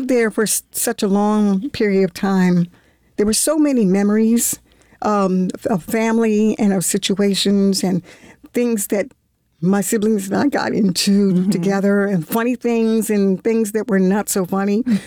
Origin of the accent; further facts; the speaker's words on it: Baltimore, Maryland, United States; I was born in Baltimore.